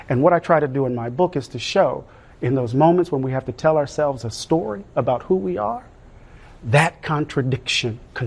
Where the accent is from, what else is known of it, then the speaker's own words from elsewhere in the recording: Mississippi, United States; I'm from Mississippi.